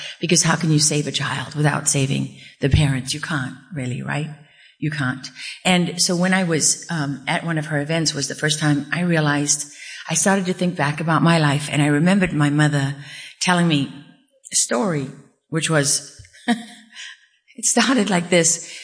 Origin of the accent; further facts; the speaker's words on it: South Africa; moved away; I was sort of what we call in South Africa a lamaki, because I'm born and raised in South Africa.